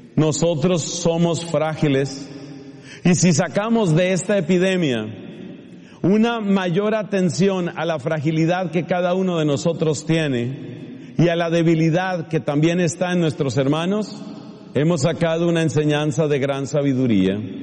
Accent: Colombia; now in United States

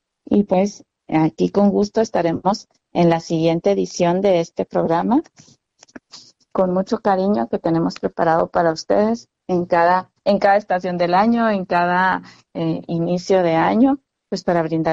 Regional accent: Ciudad Juárez, Chihuahua, Mexico; nuestra sociedad juarense

